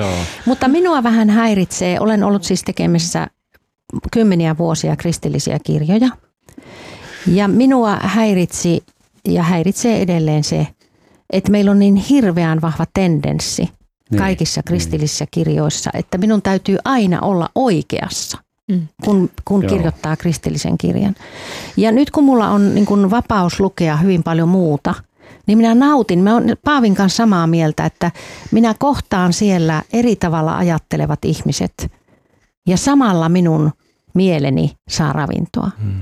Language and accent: Finnish; Helsinki, Uusimaa, Finland; En minä muista täällä, kun mä aina olen helsinkiläinen.